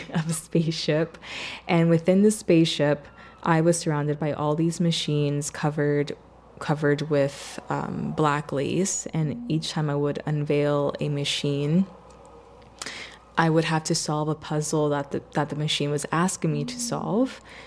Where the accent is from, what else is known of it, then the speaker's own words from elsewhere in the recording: Puerto Rico; I'm from Puerto Rico, and in Puerto Rico, like our indigenous nation is Taíno, which is also part of my ancestry and my heritage.